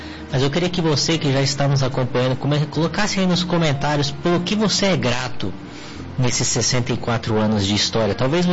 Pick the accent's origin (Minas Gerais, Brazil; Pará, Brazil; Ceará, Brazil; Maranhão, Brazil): Minas Gerais, Brazil; E como um bom mineiro, ansioso, com coração a mil, é como um paulista quase dormindo, né?